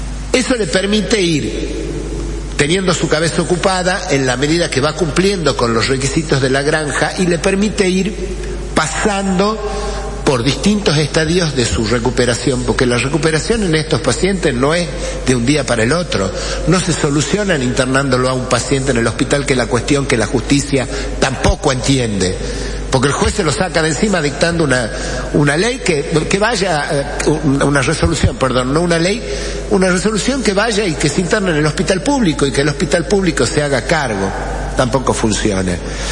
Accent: San Martín, Salta, Argentina; Yo vengo de San Martín, uno de los departamentos junto a Rivadavia, con la mayor extensión territorial fronteriza con el Estado Plurinacional de Bolivia.

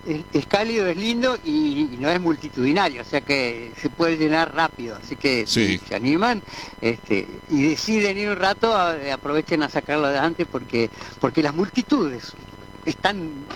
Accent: La Plata, Buenos Aires Province, Argentina; born there; En La Plata, en el barrio El Mondón.

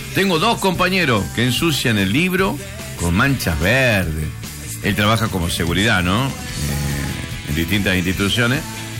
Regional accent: Campo Santo, Salta, Argentina; born there; Yo tengo de origen campo, nací en Campo Santo.

